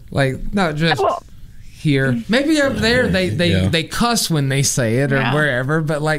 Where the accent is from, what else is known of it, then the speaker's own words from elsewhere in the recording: the South, United States; Obviously, as a Southerner, I would.